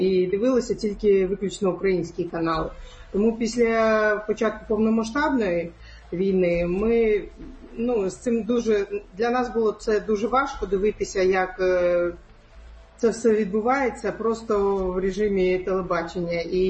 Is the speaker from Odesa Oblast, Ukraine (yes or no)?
no; Crimea, Ukraine; moved away as an adult; Я кримська татарка, ми мусульмані всі.